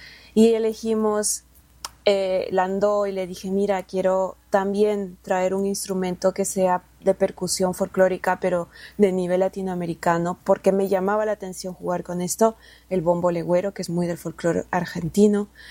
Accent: Peru; quiero ponerle sonidos peruanos, quiero ponerle mucha personalidad de donde yo vengo.

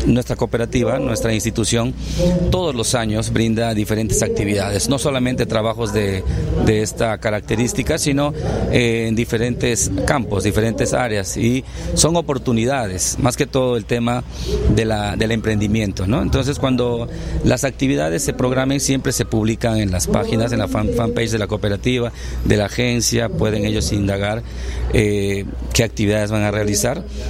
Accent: Lamas, San Martín, Peru; moved away; yo soy natural de Lamas, pero ya vivo fuera de la ciudad por muchos años

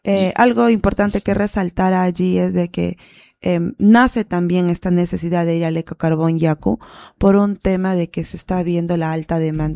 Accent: Cachillaco, San Martín, Peru; Nosotros venimos de la comunidad de Cachillaco, que está en el distrito de Pólvora, en la provincia de Tocache.

